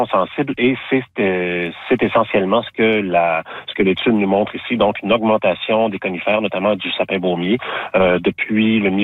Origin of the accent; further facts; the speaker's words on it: Quebec, Canada; Moi, je viens de la région du Bas-Saint-Laurent.